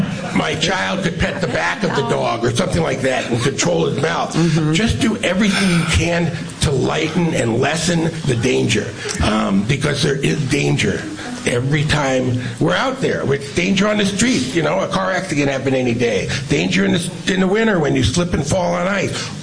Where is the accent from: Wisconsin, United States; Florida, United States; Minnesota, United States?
Florida, United States; Fort Lauderdale; born there; also born or lived in New York/New Jersey area; now in Michigan, United States; We moved from the New York, New Jersey area down to Fort Lauderdale. He was transferred down to Florida.